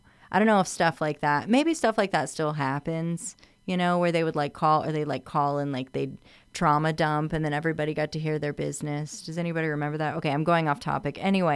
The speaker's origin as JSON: {"language": "English", "town": "San Antonio", "region": "Texas", "country": "United States", "said": "I am from San Antonio, the land of covers"}